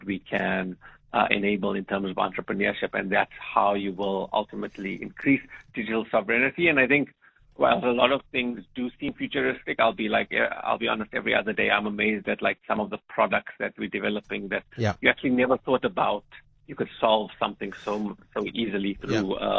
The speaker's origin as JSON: {"language": "English", "country": "South Africa", "said": "as South African"}